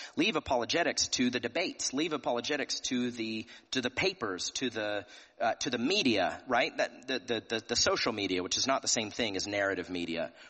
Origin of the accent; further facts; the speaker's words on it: Tennessee, United States; I'm from Tennessee.